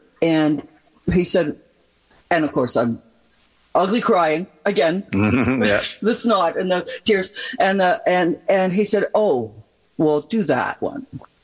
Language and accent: English; Canada; "Look, we're from Canada, howdy everybody!"